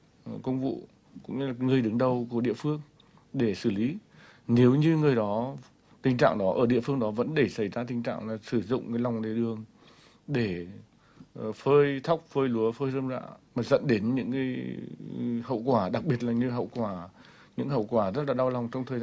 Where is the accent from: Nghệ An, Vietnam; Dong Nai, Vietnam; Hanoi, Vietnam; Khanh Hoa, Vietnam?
Nghệ An, Vietnam; Vinh; Tôi là người dân thành phố Vinh, cũng là một cái người rất là nghiện các cái món hải sản Cửa Lò.